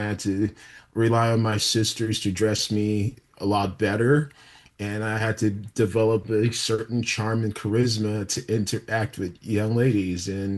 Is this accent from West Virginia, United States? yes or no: no; New York City, New York, United States; moved away as an adult; now in Florida, United States; growing up in New York City